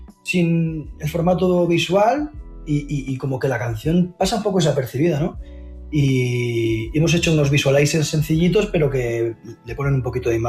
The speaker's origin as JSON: {"language": "Spanish", "region": "Basque Country", "country": "Spain", "said": "Somos de aquí, somos del País Vasco"}